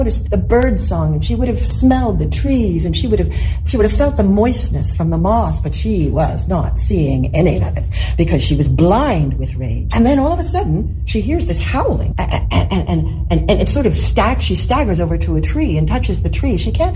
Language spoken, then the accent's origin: English; British Columbia, Canada; I'm from Vancouver Island, Canada, which is, you have to take a ferry from Vancouver.